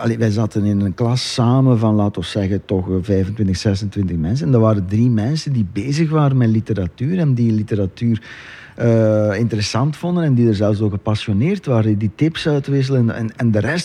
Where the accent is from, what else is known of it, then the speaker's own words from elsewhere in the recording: East Flanders, Belgium; Nee, maar wij komen alle 2 van het Waasland.